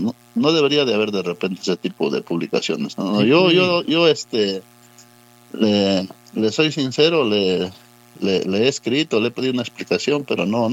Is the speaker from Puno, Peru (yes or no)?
no; Villa Rica, Pasco, Peru; nuestro distrito de Villarrica